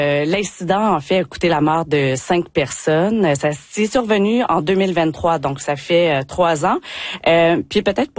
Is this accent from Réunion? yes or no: no; Quebec, Canada; depuis que je suis arrivée à Terre-Neuve et Labrador, là, vous pouvez l'entendre par mon accent, je suis québécoise